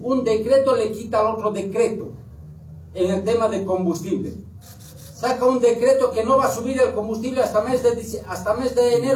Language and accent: Spanish; Bolivia; no podemos seguir manejándonos como bolivianos